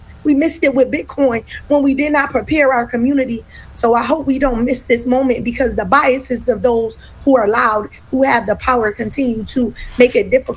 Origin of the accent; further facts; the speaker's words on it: New York, United States; now in Philadelphia, United States; As a New Yorker now living in Mount Airy, homeowner